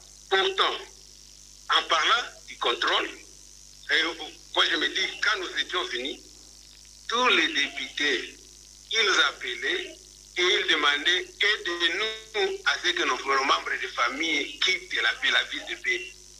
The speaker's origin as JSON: {"language": "French", "country": "DR Congo", "said": "en tant que Congolais"}